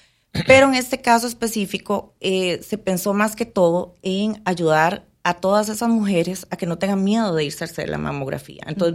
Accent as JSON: {"language": "Spanish", "country": "Costa Rica", "moved": "yes", "lives_now": "Panama", "said": "Soy costarricense, pero vivo en Panamá. De hecho, amo Panamá"}